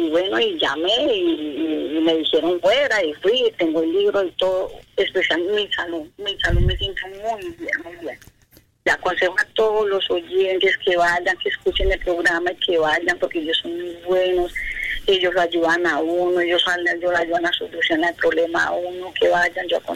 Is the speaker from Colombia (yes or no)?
yes; Colombia; now in Panama; Yo soy colombiana.